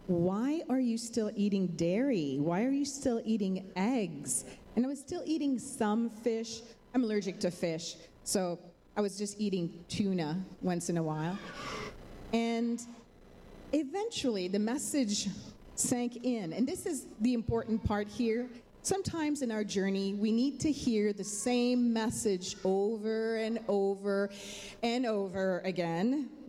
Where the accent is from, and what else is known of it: Montreal, Quebec, Canada; also born or lived in Ontario; now in Vancouver, Canada